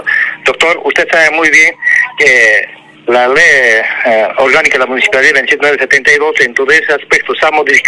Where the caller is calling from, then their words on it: Cusco, Peru; nos hemos juntado todavía los electores que somos de Yanatile